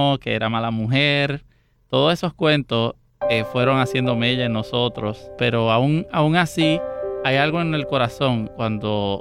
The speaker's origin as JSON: {"language": "Spanish", "region": "San José de Ocoa", "country": "Dominican Republic", "tie": "born there", "said": "Yo nací en San José de Ocoa, en República Dominicana, y de una familia de 7 hermanos."}